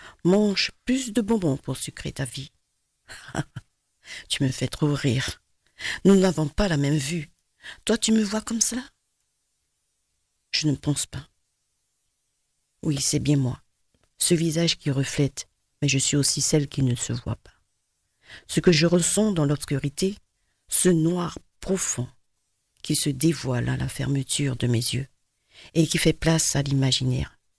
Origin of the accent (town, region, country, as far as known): French Guiana